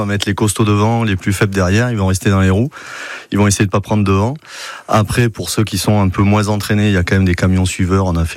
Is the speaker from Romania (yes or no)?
no; Périgueux, Nouvelle-Aquitaine, France; On est de Périgueux, on est cycliste pour quelques-uns.